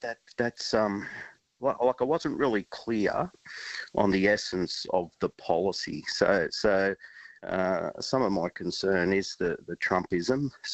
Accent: Blacktown, New South Wales, Australia; Yeah, look, I grew up in Blacktown, essentially, and then made it to the dizzy heights of Penrith.

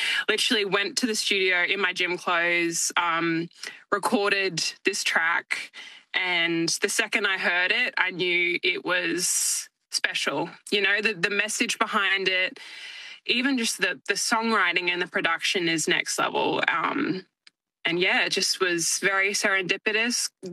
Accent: Sydney, New South Wales, Australia; I am a very proud Darrumbal Aboriginal and Tongan woman, born and raised in Sydney on Gadigal and Bidjigal country.

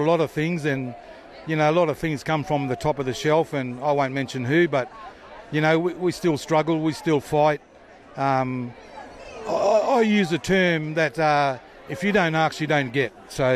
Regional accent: Northern Territory, Australia; My mob, look, I'm born and bred Larrakia country. I always respect that. But I don't class myself as a Larrakia being born and bred. I class my mother's country. So that's in Broome, Western Australia. So I'm a Yaru boy.

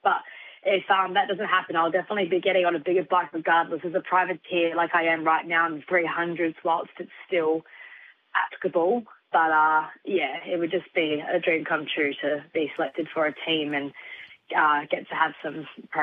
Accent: Adelaide, South Australia, Australia; also born or lived in Melbourne; I was born in Melbourne but lived my whole life in Adelaide.

